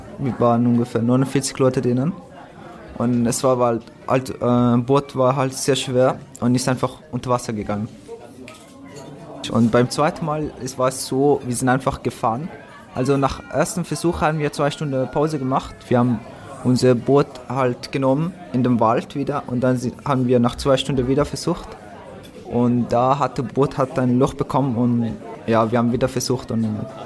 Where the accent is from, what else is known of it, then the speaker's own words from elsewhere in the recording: Iran; now in Austria; Und ich bin in Iran geboren und aufgewachsen und wir waren dort halt illegal und ich konnte nichts machen.